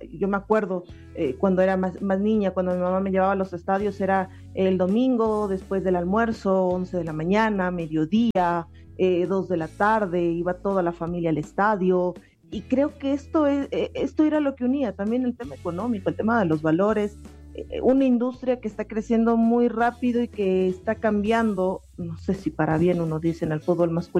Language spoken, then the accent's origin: Spanish; Quito, Pichincha, Ecuador; born there; nosotros estábamos al lado de la Atahualpa. Yo soy ex estudiante del colegio 24 de mayo.